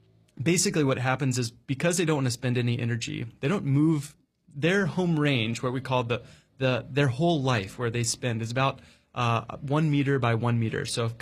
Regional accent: North Carolina, United States; I'd spent my life growing up in the North Carolina mountains and hadn't really seen that many.

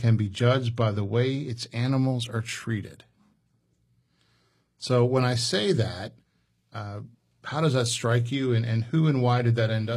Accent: North Dakota, United States; born there; And I can recall, I was born in North Dakota, but up there's some pretty wide expanses.

